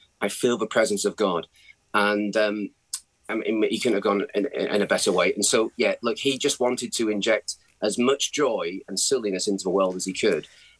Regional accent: England, United Kingdom; born there; I feel more Northern Irish than I feel English, you know, when I was born in England

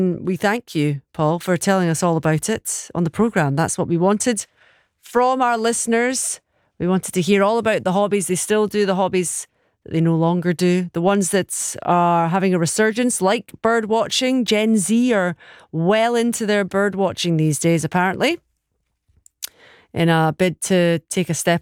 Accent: Edinburgh, Scotland, United Kingdom; He's not from Glasgow. So there you go. I'm from Edinburgh.

